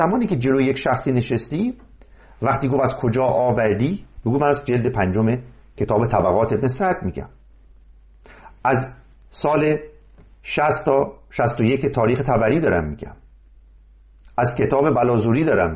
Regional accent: Mazandaran, Iran; من چون مازندرانی هستم از اونجا شروع میکنم.

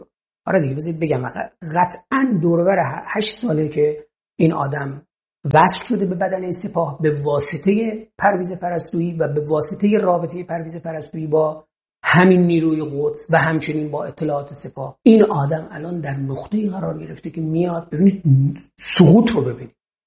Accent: Gilan, Iran; خب بچه گیلانم

